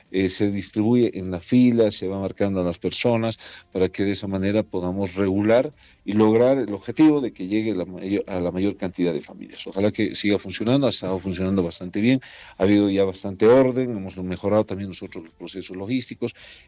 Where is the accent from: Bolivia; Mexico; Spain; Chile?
Bolivia